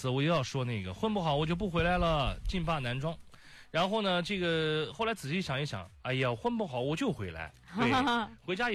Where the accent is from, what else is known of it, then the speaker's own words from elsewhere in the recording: Xuancheng, Anhui, China; now in Bengbu, China; 我那边猪肉金贵呀